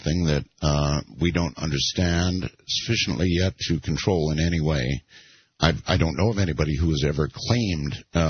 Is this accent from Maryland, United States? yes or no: no; Nevada, United States; Howard, from my home state in Nevada, you're on the air